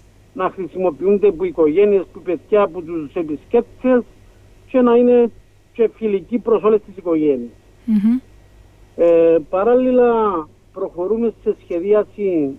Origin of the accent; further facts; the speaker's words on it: Drousia, Paphos District, Cyprus; το χωριό μου την Δρούσα.